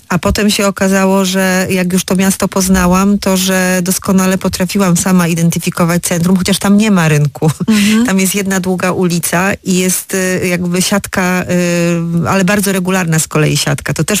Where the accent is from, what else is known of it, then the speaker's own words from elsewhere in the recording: Wrocław, Lower Silesian Voivodeship, Poland; also born or lived in Łódź / Warsaw; now in Opole, Poland; jestem wrocławianką, jednak jestem też mocno związana z Łodzią. Przez wiele lat mieszkałam, nawet bardzo wiele lat mieszkałam w Warszawie